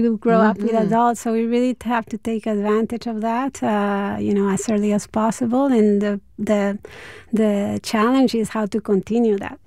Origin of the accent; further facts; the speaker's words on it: Tijuana, Baja California, Mexico; English is a second language; moved away as an adult; now in San Diego, United States; I grew up in Tijuana up until high school, and I didn't speak English well until I started my college here.